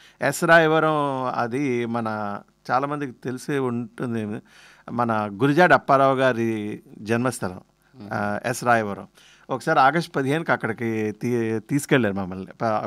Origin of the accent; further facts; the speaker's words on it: Penugollu, Andhra Pradesh, India; born there; moved away; నాకు మా పెనుగుల్లో స్కూల్ గుర్తొచ్చింది.